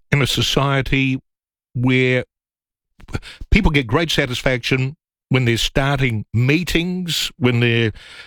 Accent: Adelaide, South Australia, Australia; about 15 to 20 years ago when people asked where you were from, and you were embarrassed to say that I was from Adelaide.

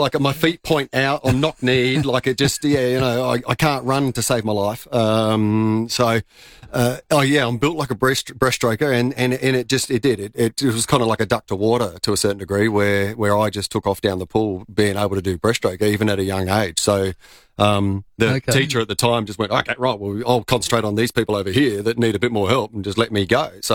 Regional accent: Modbury, South Australia, Australia; Modbury I grew up in.

